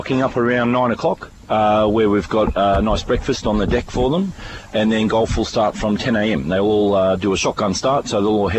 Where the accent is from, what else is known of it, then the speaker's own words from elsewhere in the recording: Brisbane, Queensland, Australia; now in Mollymook, Australia; I'm born and bred from Brisbane, but I've been in Mollymook now 14 years. I've been here.